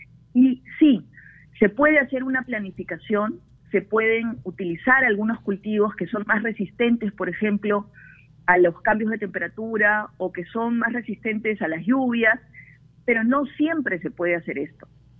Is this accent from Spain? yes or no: no; Peru; yo invoco a que enfrentemos esta situación como peruanos y peruanas de buena voluntad.